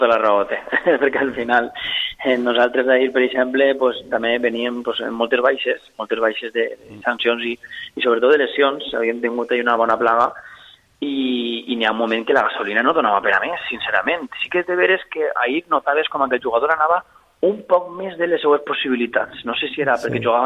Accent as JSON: {"language": "Catalan", "town": "Cullera", "region": "Valencian Community", "country": "Spain", "said": "soc de Cullera i estic propet"}